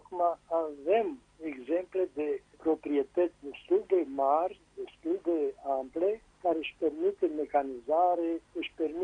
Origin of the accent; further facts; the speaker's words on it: Moinești, Bacău County, Romania; moved away; also born or lived in Iași; am venit de la Iași în casă, la Moinești